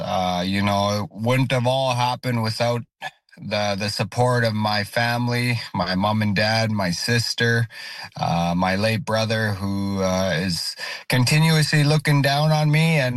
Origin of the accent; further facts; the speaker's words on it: Nunavut, Canada; growing up in Nunavut has allowed me to stay humbled